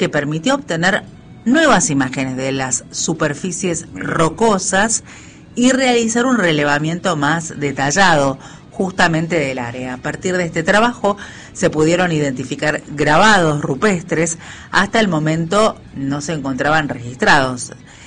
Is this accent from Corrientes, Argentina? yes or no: no; La Rioja, Argentina; nosotros los riojanos tenemos esta posibilidad